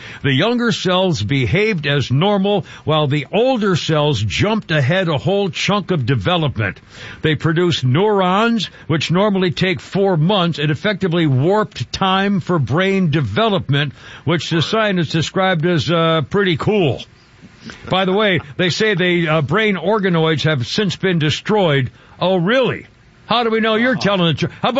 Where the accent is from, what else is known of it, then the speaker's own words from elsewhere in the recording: New England, United States; born there; I'd never listened to country music. I was born in New England, you know, so wasn't around.